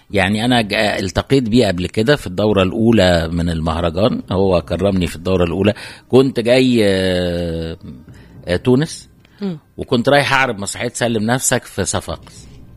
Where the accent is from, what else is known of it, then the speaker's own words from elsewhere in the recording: Egypt; احنا طبعا من تونس هند موجودة في مصر